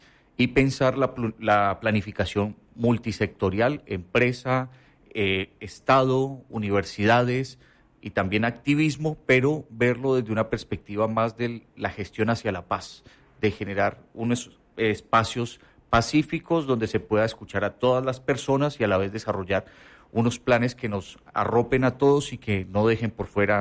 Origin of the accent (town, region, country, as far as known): Colombia; now in Torreón, Mexico